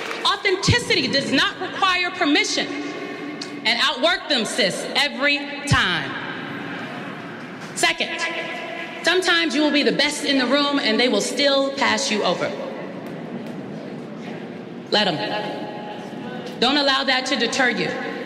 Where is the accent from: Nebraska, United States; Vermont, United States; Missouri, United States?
Nebraska, United States; Omaha; You see, I grew up in North Omaha, Nebraska.